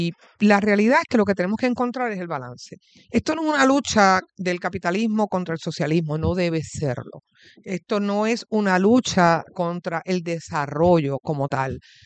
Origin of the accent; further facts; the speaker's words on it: Bayamón, Puerto Rico; sí, mi mamá está en Luquillo y yo me crié en Bayamón.